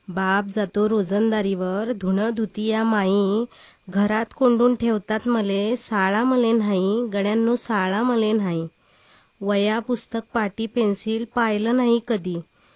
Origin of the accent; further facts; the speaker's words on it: Kankavli, Maharashtra, India; now in Mira Road, India; Mira road इथे असते. मूळ कोकण गाव, कणकवली बिडवाडी.